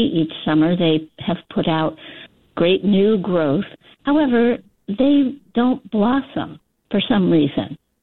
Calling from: Brunswick, Maine, United States; I am calling from Brunswick

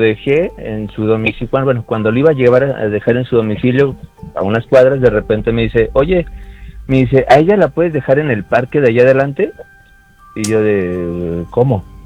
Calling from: Guadalajara, Jalisco, Mexico; De Guanatos

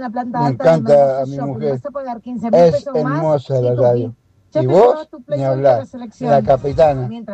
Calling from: Maipú, Mendoza, Argentina; de Maipú.

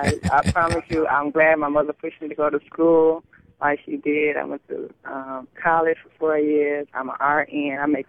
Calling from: Detroit, Michigan, United States; I'm calling from Detroit

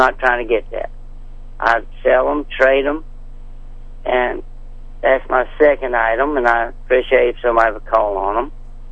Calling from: Franklin, Missouri, United States; I'm Franklin, Missouri

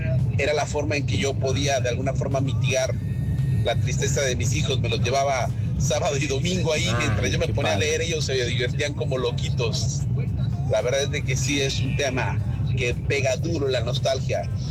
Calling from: Guadalajara, Jalisco, Mexico; quienes somos tapatíos

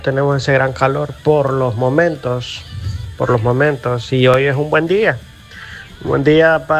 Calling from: Honduras; Aquí pues que en San Pedro llovió un poco y está un poquito fresco, nublado.

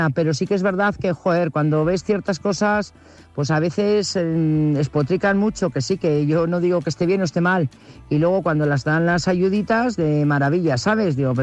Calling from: Burgos, Castile and León, Spain; Buenas noches … corresponsal de Burgos.

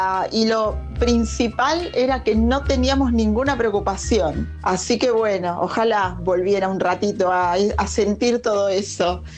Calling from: Temperley, Buenos Aires Province, Argentina; Buenas noches … de Temperley.

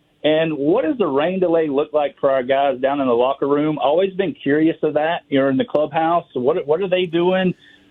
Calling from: Florida, United States

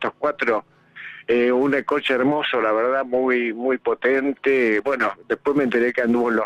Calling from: Buenos Aires, Argentina; De Almagro

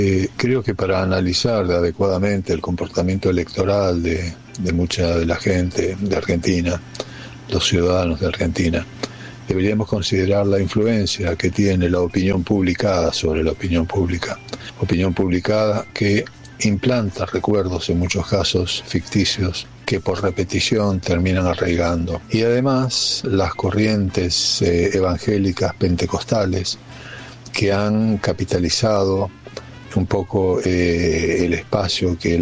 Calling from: Spain; de España.

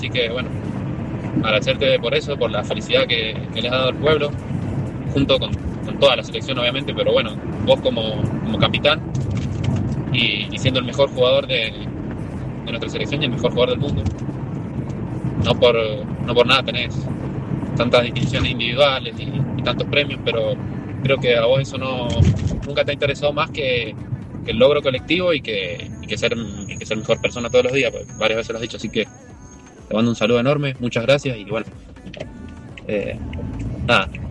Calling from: Mendoza, Argentina; de Mendoza.

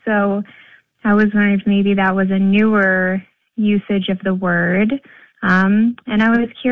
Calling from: New York City, New York, United States; I'm calling from Ridgewood, Queens, New York City.

